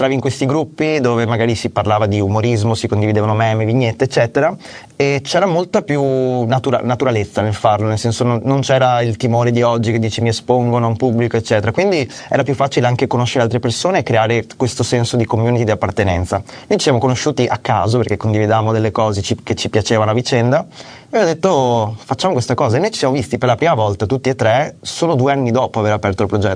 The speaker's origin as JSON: {"language": "Italian", "region": "Veneto", "country": "Italy", "said": "Io sono veneto"}